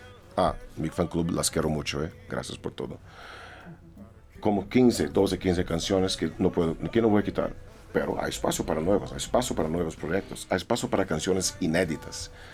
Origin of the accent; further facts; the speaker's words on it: Brazil; soy brasileño, para siempre Brasil.